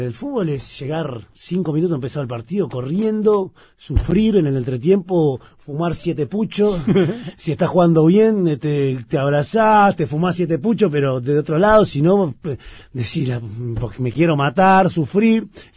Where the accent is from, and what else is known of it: Uruguay